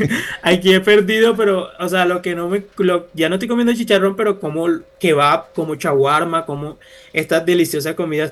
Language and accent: Spanish; Colombia; now in Istanbul, Turkey